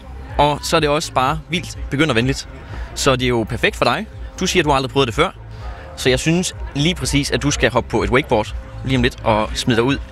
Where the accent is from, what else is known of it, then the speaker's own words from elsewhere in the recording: Sweden; moved away as an adult; now in Hvide Sande, Denmark; De kaldte mig … fordi jeg voksede op i Sverige